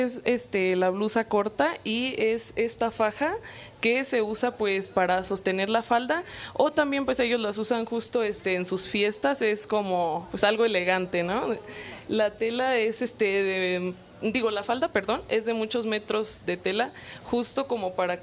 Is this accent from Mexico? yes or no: yes; Guachochi, Chihuahua, Mexico; yo soy orgullosamente de la Sierra Tarahumara, soy de Huachochi